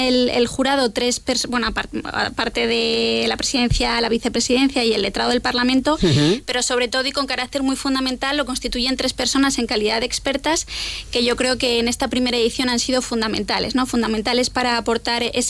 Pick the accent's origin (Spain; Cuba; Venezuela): Spain; La Rioja; representa muy bien lo que es La Rioja y lo que somos los riojanos, ¿no?